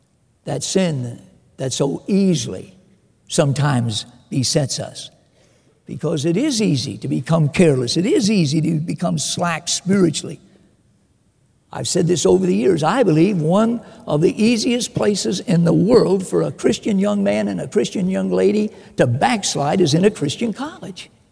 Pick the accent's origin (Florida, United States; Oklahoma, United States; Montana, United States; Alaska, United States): Florida, United States; Miami; moved away as an adult; When I first went to Minnesota, I didn't want to go. I was from Miami, Florida. My dream was that I would complete my training and I would move back to Miami.